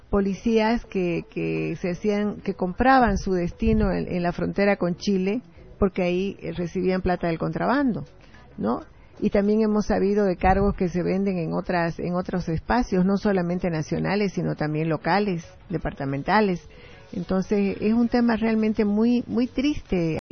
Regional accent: Bolivia; a mí me duele como boliviana

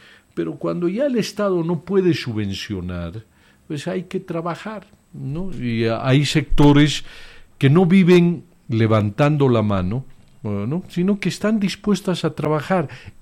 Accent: Bolivia; los bolivianos somos empeñosos, trabajadores

